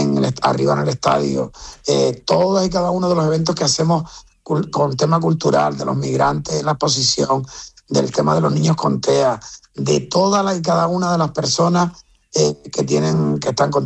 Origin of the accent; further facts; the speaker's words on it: Canary Islands, Spain; sobre todo como Gran Canario, que somos gente de retos